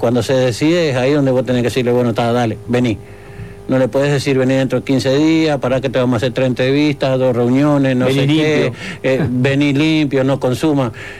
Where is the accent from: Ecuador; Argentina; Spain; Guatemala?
Argentina; moved away as an adult; now in Uruguay; yo soy argentino, vine de allá de Argentina, y cuando cumplí todo el proceso, digamos, estuve en Paysandú en una chacra, luego estuve en Montevideo